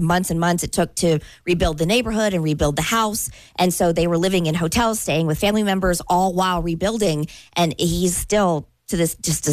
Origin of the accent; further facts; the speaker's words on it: Pennsylvania, United States; growing up in Pennsylvania